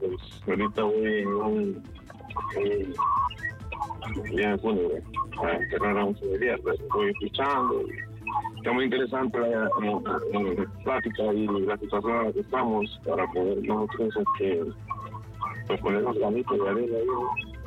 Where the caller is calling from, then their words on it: Choloma, Cortés, Honduras; hablo desde Choloma.